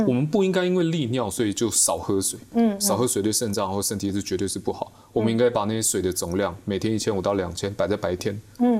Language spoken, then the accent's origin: Chinese; Taiwan